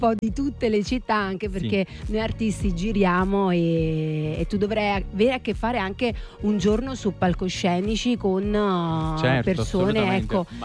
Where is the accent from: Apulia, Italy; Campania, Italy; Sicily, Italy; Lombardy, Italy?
Campania, Italy; Io sono di provincia, della provincia di Napoli, e sono napoletana